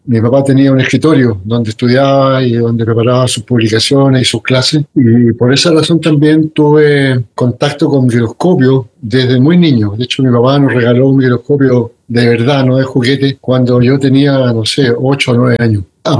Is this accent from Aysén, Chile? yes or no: no; Santiago, Santiago Metropolitan Region, Chile; born there; Yo nací en Santiago, en 1952. Soy parte de una familia numerosa, tengo 7 hermanos, soy el mayor.